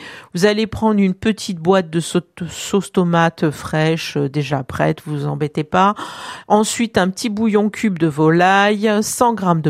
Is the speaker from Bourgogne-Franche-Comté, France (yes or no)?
no; Corsica, France; chez nous en Corse